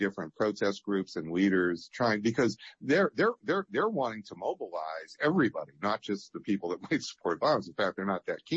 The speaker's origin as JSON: {"language": "English", "town": "Erie", "region": "Pennsylvania", "country": "United States", "said": "April 2025. Yeah, yep. … So I'm from Western PA. I'm from Erie, Pennsylvania."}